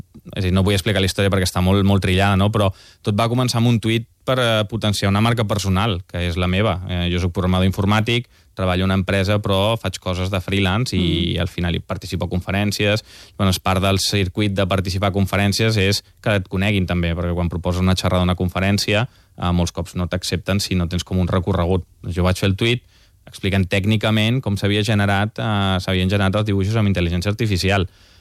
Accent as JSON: {"language": "Catalan", "town": "Vic", "region": "Catalonia", "country": "Spain", "tie": "born or raised there", "said": "Jo vaig néixer a Vic"}